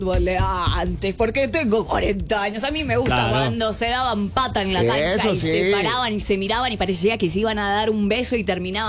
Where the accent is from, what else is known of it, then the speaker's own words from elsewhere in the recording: Argentina; yo sé que soy de Argentina